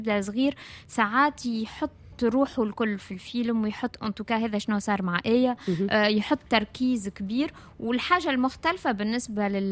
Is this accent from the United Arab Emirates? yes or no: no; Tunisia